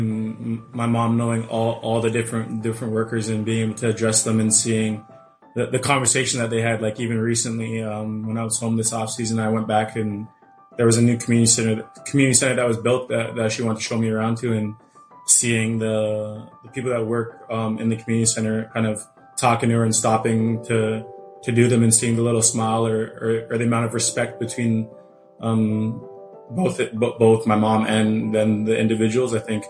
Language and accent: English; Scarborough, Ontario, Canada; also born or lived in Toronto; I was born in Toronto, grew up in Scarborough, and then moved to Pickering at a young age.